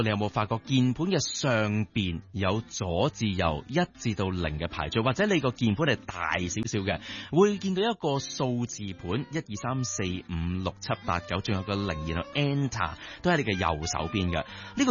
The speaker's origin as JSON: {"language": "Cantonese", "country": "China", "said": "我哋作為中國人都會覺得犀利"}